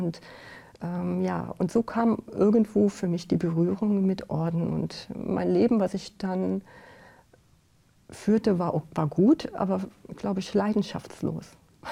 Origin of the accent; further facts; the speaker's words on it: Germany; Ich komme aus dem Bistum Trier und bei uns sind halt die Weißen Schwestern sehr stark.